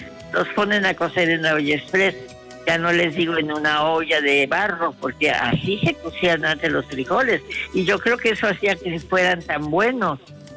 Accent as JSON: {"language": "Spanish", "region": "Puebla", "country": "Mexico", "said": "Somos orgullosamente mexicanos y es más, somos orgullosamente poblanos."}